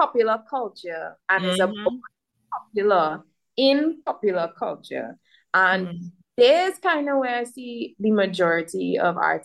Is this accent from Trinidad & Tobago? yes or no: yes; Trinidad & Tobago; growing up in the Caribbean and growing up in Trinidad and Tobago